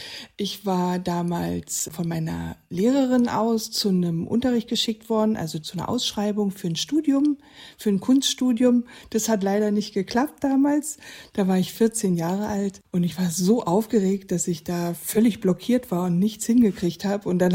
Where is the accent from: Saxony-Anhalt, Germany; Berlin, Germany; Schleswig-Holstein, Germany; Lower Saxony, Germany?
Saxony-Anhalt, Germany; Gardelegen; Und ich bin ja aus Gardelegen auch fast nie weggekommen.